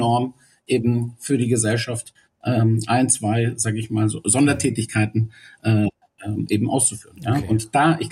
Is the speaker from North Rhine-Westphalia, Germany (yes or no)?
no; Munich, Bavaria, Germany; Ich bin ein in München geborener Grieche, habe die deutsche Schule absolviert und in München studiert. Ich bin Münchner Kindl, lediglich griechischer Staatsbürger.